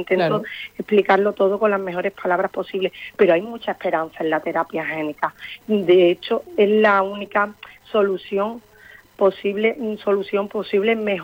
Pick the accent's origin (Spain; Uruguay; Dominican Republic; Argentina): Spain; Tocina, Andalusia; Nosotros somos de Tocina, de un pueblo de Sevilla.